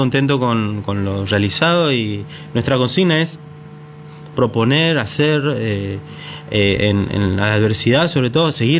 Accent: Corrientes, Argentina; venimos de Corrientes, la cuna de San Martín

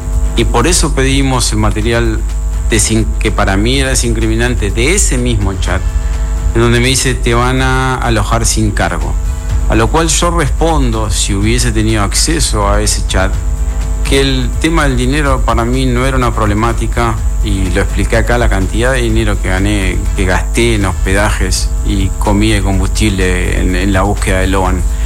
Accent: Argentina; soy argentino, pero vengo de un sistema americano y las leyes, todo es muy estricto.

